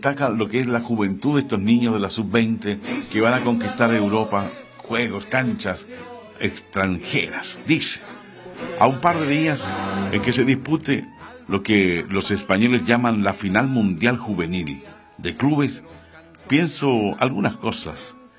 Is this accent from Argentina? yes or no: no; Valparaíso, Chile; Somos Santiago Wanderers de Valparaíso, ni más ni menos, chilenos que cualquiera.